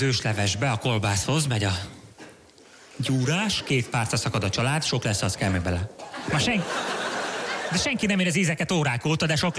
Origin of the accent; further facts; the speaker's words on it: Hungary; Ez a magyar népi sport, ebben nőttünk fel.